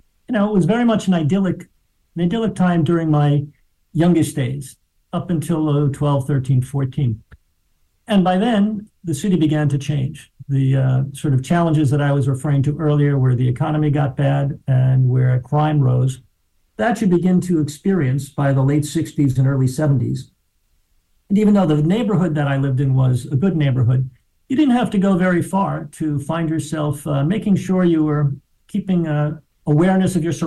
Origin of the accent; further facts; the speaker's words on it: New York City, New York, United States; But when I grew up in Riverdale, it was very much like a small town, that I grew up on a street that was a dead-end road with garden apartments.